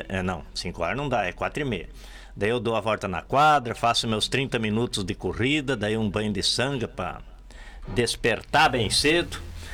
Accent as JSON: {"language": "Portuguese", "town": "Rodeio Bonito", "region": "Rio Grande do Sul", "country": "Brazil", "said": "eu sou do Rodeio Bonito, o Júlio também é"}